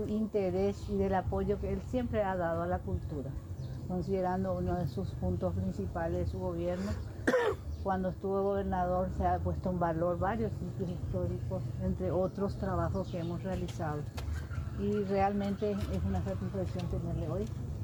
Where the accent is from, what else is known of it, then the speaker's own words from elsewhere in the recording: Ñeembucú, Paraguay; nuestra identidad como paraguayos, como ñeembuqueños